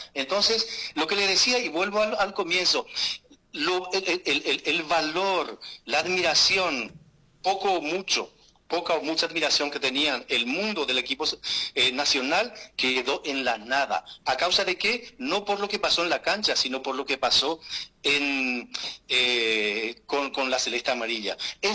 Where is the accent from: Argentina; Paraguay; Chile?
Paraguay; now in France; Yo soy francés y también soy paraguayo.